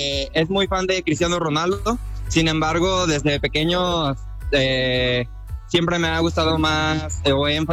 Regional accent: Michoacán, Mexico

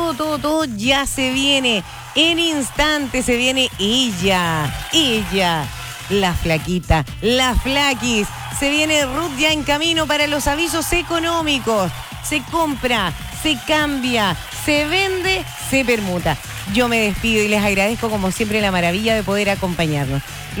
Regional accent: Chile; Nosotros tenemos que decir, y somos grandes, los chilenos somos grandes, obvio.

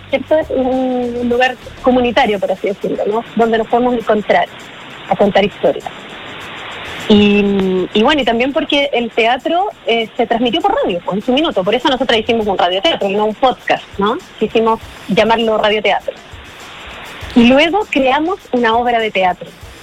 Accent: Limache, Valparaíso, Chile; Yo ahora estoy en Limache. Esto es mi pueblo.

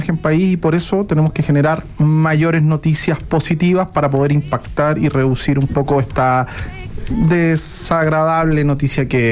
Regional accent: Chile

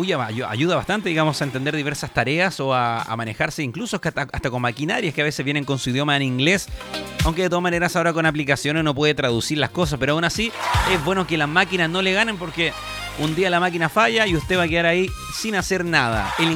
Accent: Chile

